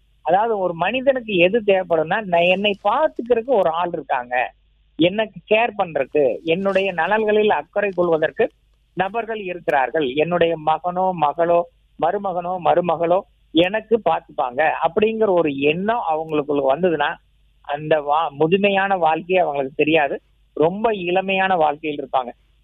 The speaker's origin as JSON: {"language": "Tamil", "town": "Kasipalayam", "region": "Tamil Nadu", "country": "India", "tie": "born or raised there", "moved": "yes", "said": "என் சொந்த ஊர் காசிபாளையம்"}